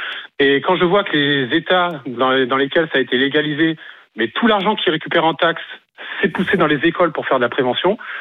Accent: Marseille, Provence-Alpes-Côte d'Azur, France; moved away as an adult; now in Luxembourg; Moi, j'ai grandi à Marseille

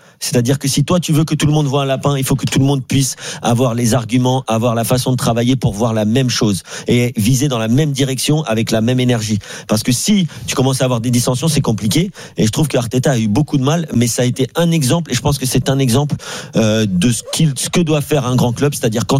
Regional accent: Netherlands; French is a second language; Je suis néerlandais. Donc, la règle, c'est la règle.

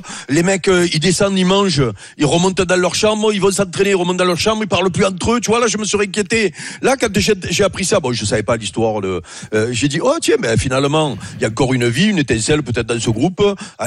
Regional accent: Robion, Provence-Alpes-Côte d'Azur, France; Je suis d'Avignon, moi. Ouais. Oh. Je suis Robion, les taillades.

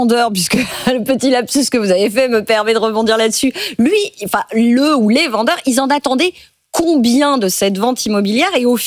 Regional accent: Normandy, France; Pas moi, je suis plutôt normande.

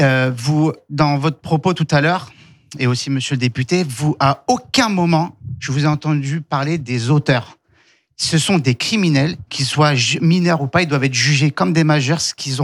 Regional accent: Saint-Ouen, Île-de-France, France; moved away; moi, j'ai grandi, je suis né dans 93, j'ai grandi à Saint-Ouen. Pour ceux qui connaissent Saint-Ouen, c'est le Far West, d'accord?

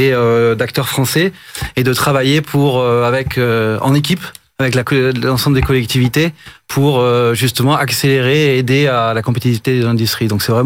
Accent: Toulouse, Occitanie, France; Alors, je suis de Toulouse.

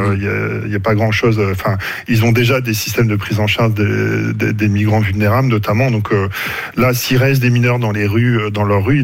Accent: Hauts-de-France, France; now in Grenoble, France; je suis aussi originaire du Nord, hein, d'ailleurs. Ouais. Si je suis à Grenoble.

